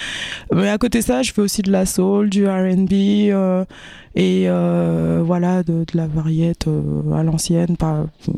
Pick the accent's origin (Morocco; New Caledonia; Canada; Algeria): New Caledonia; now in Paris, France; donc, et je suis de Paris, originaire de Kanaki, Nouvelle-Calédonie, donc je me perçois plutôt comme une femme kanak et hexagonale française aussi